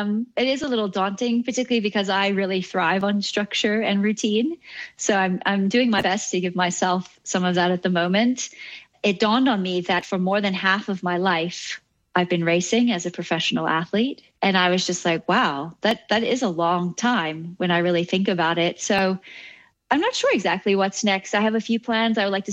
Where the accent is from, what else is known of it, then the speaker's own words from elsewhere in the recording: Bermuda; I mean, I was just growing up in Bermuda. I loved sports and I loved to swim, bike and run.